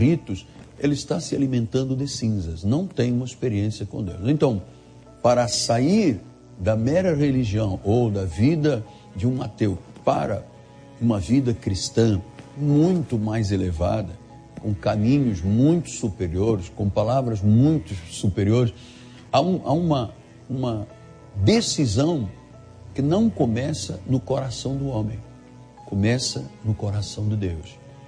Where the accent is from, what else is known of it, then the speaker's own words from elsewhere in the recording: Angola; born there; moved away; Eu fui um religioso durante 21 anos. Eu era da Igreja Católica Apostólica Romana, na minha terra, em Angola.